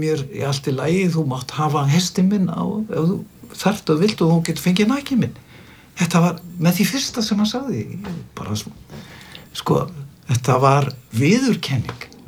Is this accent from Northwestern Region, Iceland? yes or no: yes; Stórgiljá, Northwestern Region, Iceland; ég var upp alinn svona hálfuleiti á Stórgiljá. Norður Húnaþingi